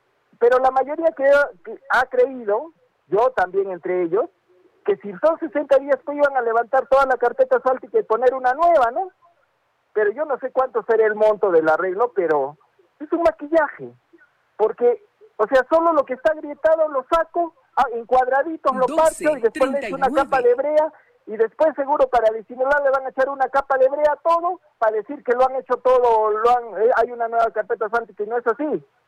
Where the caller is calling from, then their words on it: Arequipa, Peru; Mi distrito, señor Daniel Castillo, que yo soy de Bustamante y Rivero